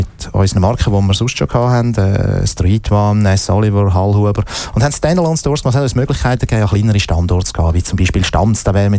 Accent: Zurich, Switzerland; Ich bin Zürcher

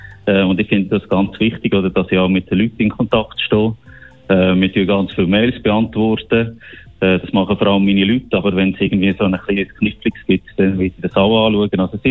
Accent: Solothurn, Switzerland; now in Aargau, Switzerland; Ja, das gehört man, glaube ich, an meinem Dialekt. Ich sage es eigentlich immer so, ich bin der Solothurner, der mit meiner Familie in Aargau wohnt und jetzt in Zürich arbeitet.

